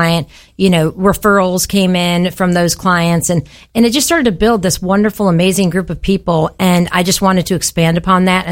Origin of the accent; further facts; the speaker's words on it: Florida, United States; I was new to the area, and I came from Florida, which I love Florida